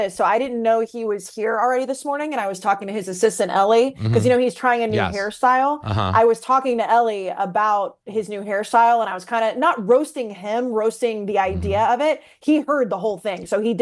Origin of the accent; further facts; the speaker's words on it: Texas, United States; But growing up in Texas, it's, you know, if you're a college football family and the way we were, it is, I mean, live and die by A&M football.